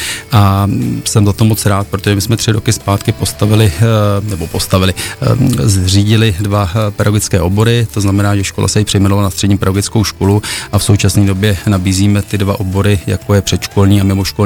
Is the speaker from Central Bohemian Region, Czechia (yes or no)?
yes; Kladno, Central Bohemian Region, Czechia; jsem pyšný jako Kladeňák